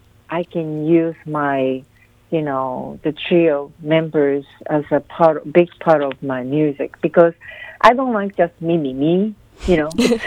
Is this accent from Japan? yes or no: yes; Japan; Okay. I'm originally from Japan. I started playing piano from 4 years old, and I started, I was playing classical piano very seriously until 19 years old, 20 years old.